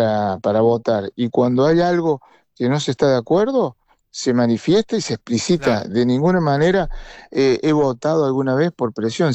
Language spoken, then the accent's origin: Spanish; San Luis, Argentina; En San Luis yo soy una persona que soy hijo de San Luis, o sea, mis abuelos, todos somos de San Luis